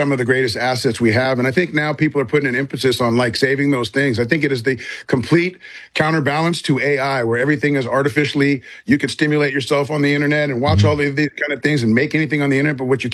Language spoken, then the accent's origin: English; Hollywood, California, United States; I grew up in Hollywood in the San Fernando Valley